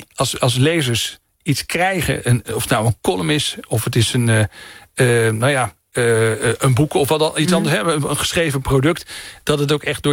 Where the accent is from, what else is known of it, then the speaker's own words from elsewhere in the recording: Groningen, Netherlands; Want ik kom uit Oost-Groningen.